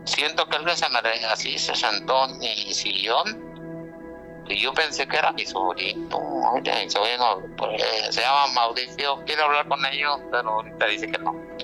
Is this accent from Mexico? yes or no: yes; Guanajuato, Mexico; now in Chicago, United States; Desde Chicago. Bueno, yo soy de Guanajuato, pero ahorita me dedico en Chicago